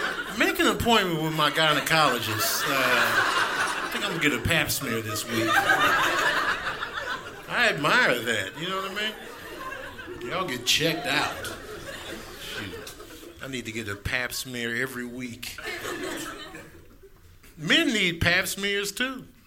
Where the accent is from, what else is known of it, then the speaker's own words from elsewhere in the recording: Chicago, Illinois, United States; now in California, United States; I'm from Chicago originally. I live in Cali now, though. Grew up in the Chicago public school system, you know.